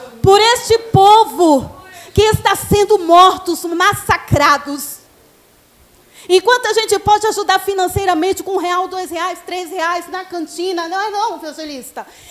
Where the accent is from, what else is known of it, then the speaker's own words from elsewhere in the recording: Maceió, Alagoas, Brazil; eu sou alagoana, tá? Sou de Maceió, Alagoas.